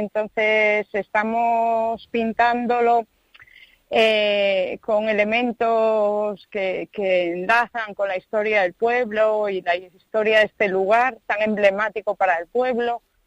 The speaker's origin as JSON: {"language": "Spanish", "region": "Galicia", "country": "Spain", "said": "porque si somos gallegos de costa"}